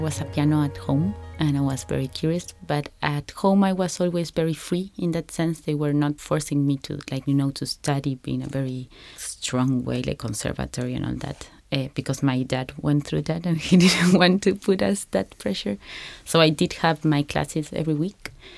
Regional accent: Lomas de Zamora, Buenos Aires Province, Argentina; I'm outside from Buenos Aires. I'm in Lomas de Zamora, which is kind of close.

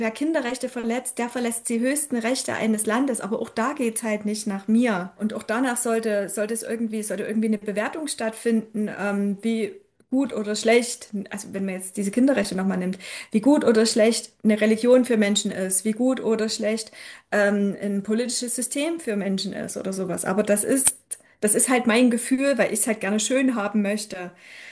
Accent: Saxony, Germany; born there; moved away; ich komme aus dem Erzgebirge und bin auch ganz anders aufgewachsen und erzogen

